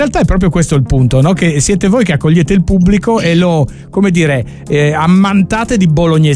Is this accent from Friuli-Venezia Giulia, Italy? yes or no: yes; Friuli-Venezia Giulia, Italy; però non so come si dice in bolognese perché sono friulano.